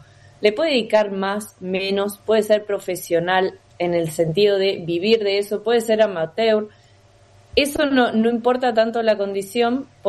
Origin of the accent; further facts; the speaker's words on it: Argentina; now in Paraná, Argentina; porque vivimos en la ciudad de Paraná o porque somos de Argentina